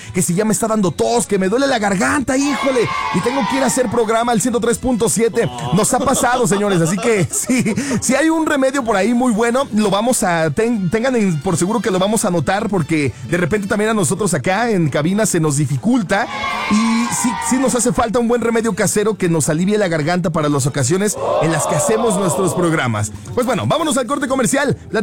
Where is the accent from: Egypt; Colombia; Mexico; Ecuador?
Mexico; nosotros como mexicanos